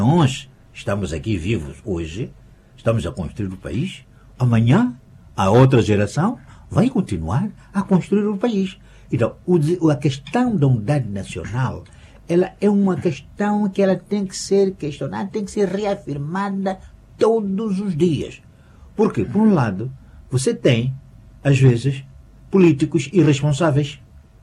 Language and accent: Portuguese; Inhambane, Mozambique; eu sou de Inhambane, falo Xitswa, eu sou misto de Bitonga e Matwa